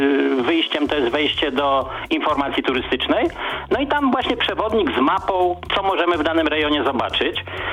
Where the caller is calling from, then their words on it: Opole Voivodeship, Poland; ja jestem z Sudet.